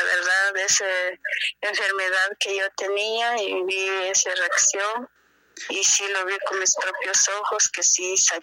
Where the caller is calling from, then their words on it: Huehuetenango, Guatemala; me llamo de aquí, de Huehuetenango.